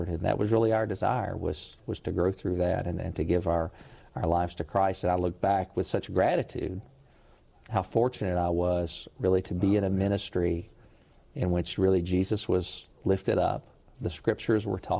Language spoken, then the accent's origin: English; Lexington, Kentucky, United States; My background, growing up in Lexington, I'm in my hometown. I grew up going somewhat sporadically to Baptist churches.